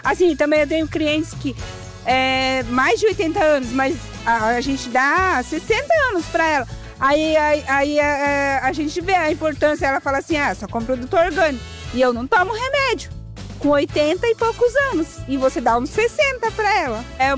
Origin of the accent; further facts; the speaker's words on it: Biúna, São Paulo, Brazil; Eu sou do interior de São Paulo, de Biúna.